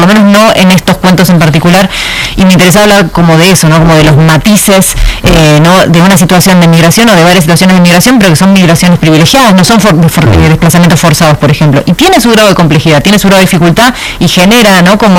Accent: Argentina; Yo soy argentina y escribo cuentos.

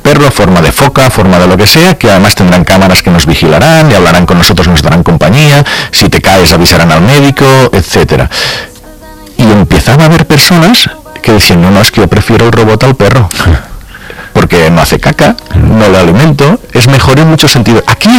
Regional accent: Catalonia, Spain; Pues algunas cosas, mira que soy del Delta del Ebre, hay mosquitos sí.

